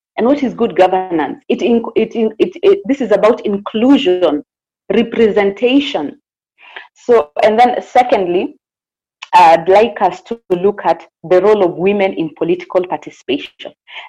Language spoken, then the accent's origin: English; Kajiado County, Kenya; As people of the South Rift, let us calm down. I am from Kajiado County.